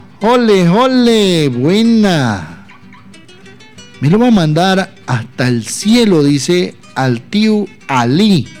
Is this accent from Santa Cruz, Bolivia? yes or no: no; Padilla, Chuquisaca, Bolivia; mi tierra de Padilla